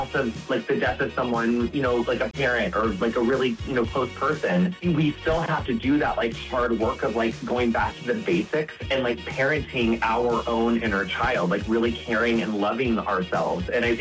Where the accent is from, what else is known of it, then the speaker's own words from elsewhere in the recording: Quincy, Illinois, United States; I'm from Quincy. It's like not that far away.